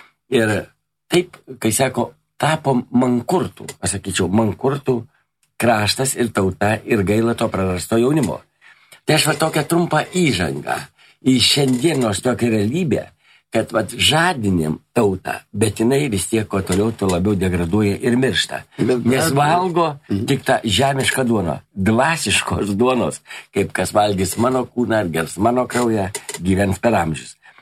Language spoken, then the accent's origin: Lithuanian; Vilnius, Vilnius County, Lithuania; Ir aš va kartais jaunimas lyg tai nenori pasakyti, kad yra iš provincijos, aš vilnietis.